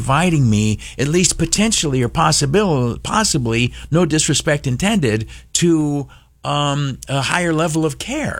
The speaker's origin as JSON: {"language": "English", "town": "Hornell", "region": "New York", "country": "United States", "tie": "born there", "said": "I was born in Hornell."}